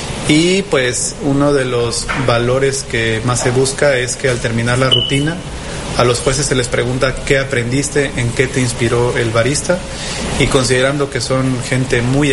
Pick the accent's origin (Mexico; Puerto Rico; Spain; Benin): Mexico; Veracruz; Soy del puerto de Veracruz y he trabajado toda mi vida aquí en el puerto de Veracruz, con excepción de casi un año que estuve en Ciudad de México.